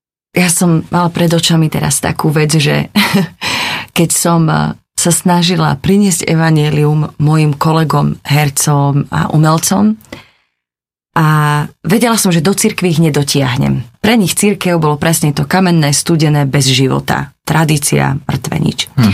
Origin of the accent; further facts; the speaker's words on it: eastern Slovakia, Slovakia; Prebač, mimo. Ja som tiež z východu.